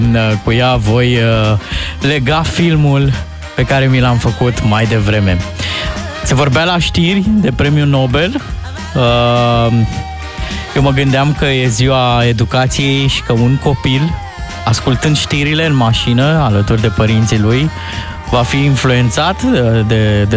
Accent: Romania

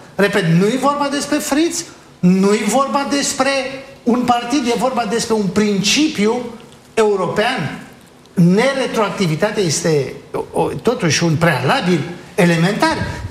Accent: Romania; Cum ne-am simțit noi ca români?

